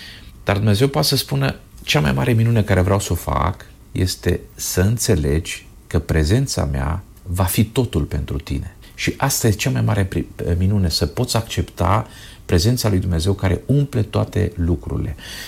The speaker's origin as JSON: {"language": "Romanian", "country": "Romania", "moved": "yes", "lives_now": "Madrid, Spain", "said": "noi suntem români"}